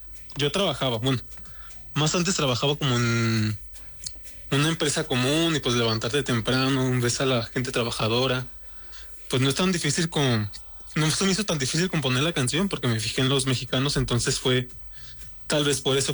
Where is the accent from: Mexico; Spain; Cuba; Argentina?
Mexico; León, Guanajuato; Soy de León, Guanajuato.